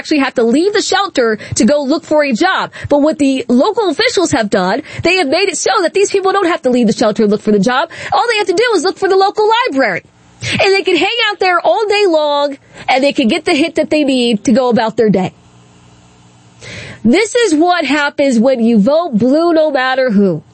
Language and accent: English; Maryland, United States; I grew up in Southern Maryland.